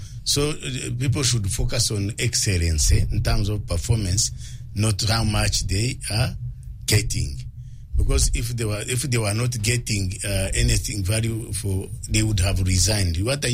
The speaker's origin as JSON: {"language": "English", "town": "Mbarara", "region": "Western Region", "country": "Uganda", "moved": "yes", "lives_now": "Kampala, Uganda", "said": "I come from Barara. I think I should be able to come from Barara and work here in Kampala, and in at 5 go home, I go to Barara and come back."}